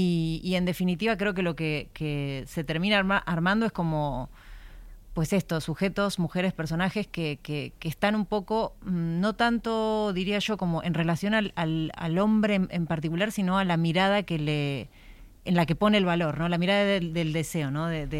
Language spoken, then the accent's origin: Spanish; Argentina; Yo soy argentina y escribo cuento.